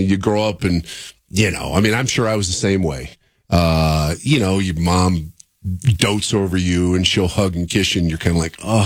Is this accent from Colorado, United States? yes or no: yes; Lakewood, Colorado, United States; I grew up in Lakewood. Right off West Colfax, my mom and dad rented half of a duplex. The duplex was about 900 square feet.